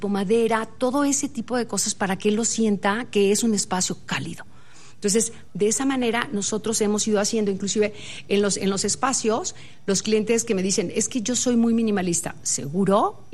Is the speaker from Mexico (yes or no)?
yes; Mexico; lo que somos nosotros los mexicanos.